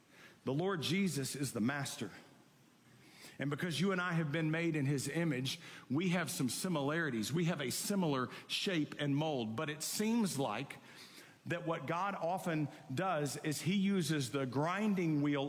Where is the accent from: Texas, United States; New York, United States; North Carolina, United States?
Texas, United States; Waco; also born or lived in Dallas, Texas; I grew up in Waco, Texas, and then we moved to Dallas when I was in high school, and I grew up in Waco before Chip and Joanna made it cool. I'm old school.